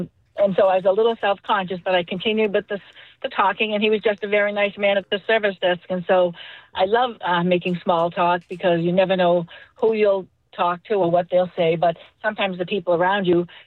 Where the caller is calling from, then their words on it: Brewster, Massachusetts, United States; I'm calling from Brewster, Mass.